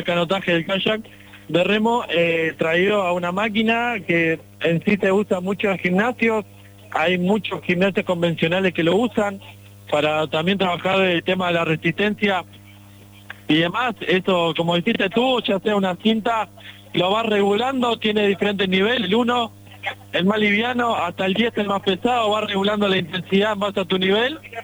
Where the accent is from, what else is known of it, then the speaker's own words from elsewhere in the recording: Delta del Tigre, San José, Uruguay; somos los dos de San José, de Delta del Tigre, y entrenamos en el río Santa Lucía